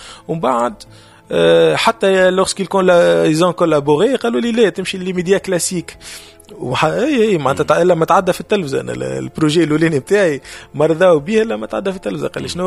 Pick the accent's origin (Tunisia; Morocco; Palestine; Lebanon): Tunisia